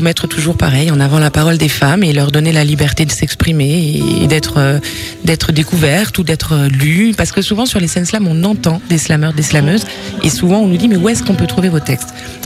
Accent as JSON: {"language": "French", "town": "Toulouse", "region": "Occitanie", "country": "France"}